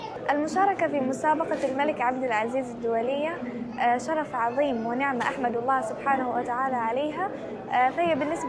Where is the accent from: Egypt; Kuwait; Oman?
Oman; وأشعر بالفخر والامتنان لتمثيل بلدي سلطنة عمان